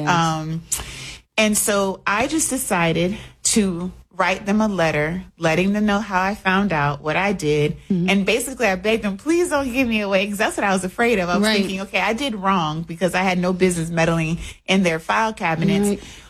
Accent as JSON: {"language": "English", "town": "Austin", "region": "Texas", "country": "United States", "tie": "born there", "said": "So I was adopted at birth. I was born in Austin, Texas."}